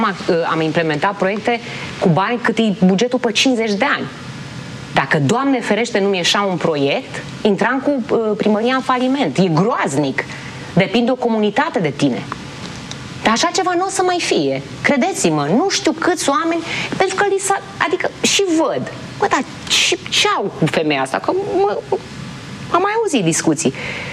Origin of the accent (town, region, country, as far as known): Romania